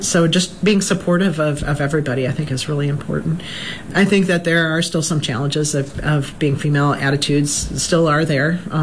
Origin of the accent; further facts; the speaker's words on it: Illinois, United States; One of the things that first struck me when I came to Wisconsin, now I know I'm from Illinois, I hope people don't hold that against me